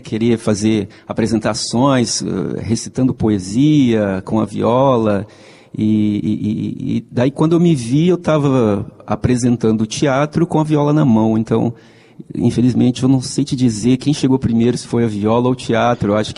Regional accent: Minas Gerais, Brazil; Eu sou do interior de Minas, e então é natural que desde criança eu tivesse contato com as folias de reis, com as congadas e, consequentemente, com os violeiros tradicionais, né?

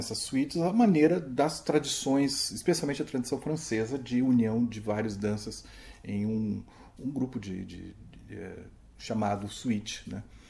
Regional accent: Porto Alegre, Rio Grande do Sul, Brazil; Sou de Porto Alegre, eu atuo em Porto Alegre desde 1979

